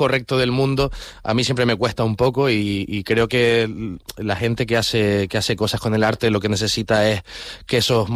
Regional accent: Canary Islands, Spain; Y siempre juntándose con de donde yo vengo y de lo que yo he mamado, ¿no? Es decir, tanto de la música del folclore canario

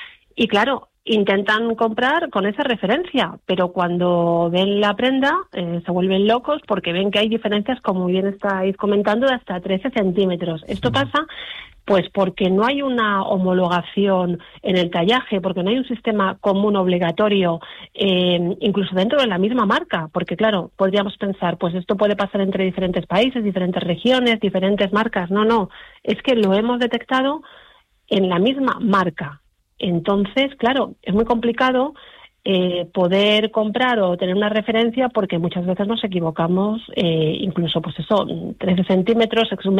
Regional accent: Madrid, Community of Madrid, Spain; No, yo madrileña. Uh-huh. El apellido tiene origen lejano, sí, yo soy soy de Madrid.

